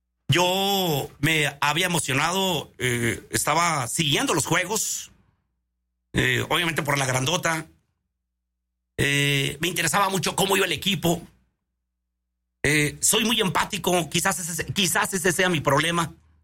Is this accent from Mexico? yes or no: yes; Camargo, Chihuahua, Mexico; born there; soy de Camargo, nací en Camargo, soy mazorquero, quiero a mi gente de Camargo